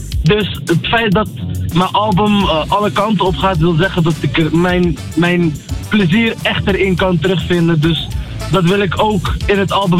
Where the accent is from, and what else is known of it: Berkane, Oriental, Morocco; now in Netherlands